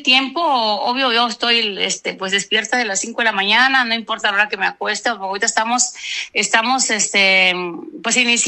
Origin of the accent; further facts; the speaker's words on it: Oaxaca, Mexico; moved away; del estado de Oaxaca, lo que es mi pueblo